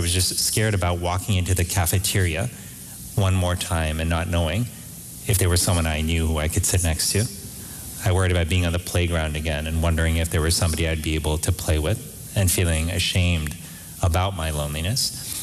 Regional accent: Miami, Florida, United States; Miami, Florida, which is where I grew up, although I must tell you, so many times when people realize that I was born in Miami and brought up in Miami

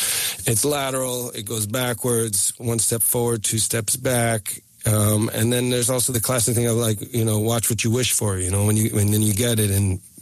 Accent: New England, United States; You know, I was raised in New England.

